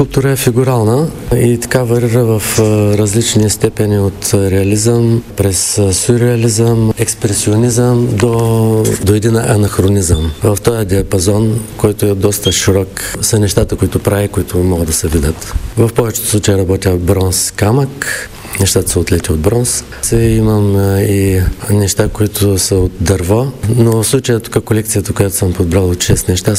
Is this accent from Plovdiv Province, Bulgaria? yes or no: no; Shumen, Shumen Province, Bulgaria; now in Varna, Bulgaria; Аз съм от Шумен. В момента живея в град Варна. Иначе в Шумен ми е ателието, дружество на шуменски художници. В Шумен ми е работилницата.